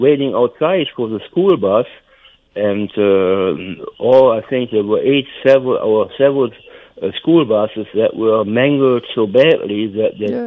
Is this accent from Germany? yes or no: yes; Germany; when I grew up in Germany, I was a very young boy.